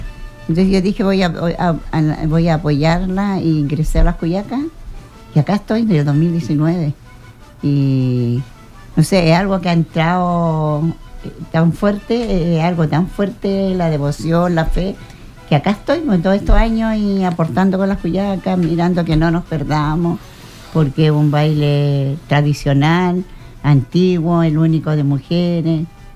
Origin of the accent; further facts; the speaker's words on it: Chile; Nosotros somos las cuyacas, solo somos chilenas.